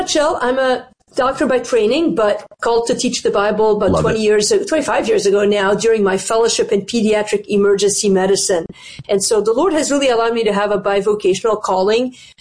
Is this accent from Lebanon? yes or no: yes; Lebanon; born or raised there; now in Chicago, United States